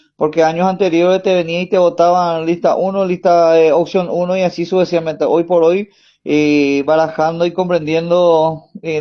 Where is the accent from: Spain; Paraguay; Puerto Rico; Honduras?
Paraguay; es el momento que nosotros como ciudadanos paraguayos, como pueblos indígenas que somos, tanto en JEP, tanto Sanapaná, llevemos el timón